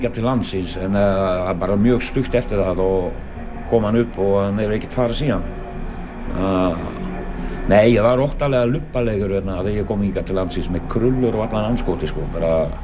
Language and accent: Icelandic; Belgium; Icelandic is a second language; now in Iceland; Ég er upprunalega frá Belgíu og kom hérna sem sagt sent 81.